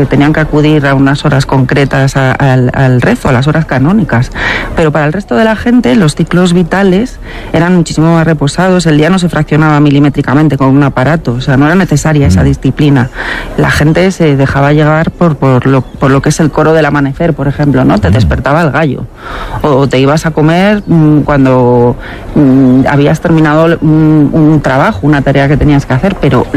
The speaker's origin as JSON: {"language": "Spanish", "town": "Ponferrada", "region": "Castile and León", "country": "Spain", "said": "yo soy una parvenir de Ponferrada."}